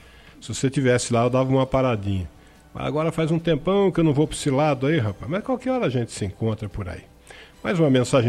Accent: Araraquara, São Paulo, Brazil; No meu tempo de moleque, eu tô falando aqui de Araraquara, nossa, era bike o dia inteiro.

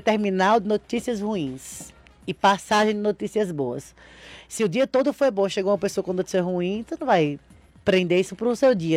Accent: Petrolina, Pernambuco, Brazil; born there; now in São Paulo, Brazil; publicitária de Petrolina. Pernambucana retada, sou assim desde menina.

